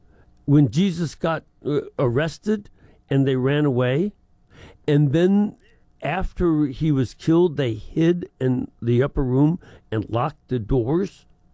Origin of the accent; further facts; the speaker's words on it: Chicago, Illinois, United States; it helps me as a Chicagoan to understand it.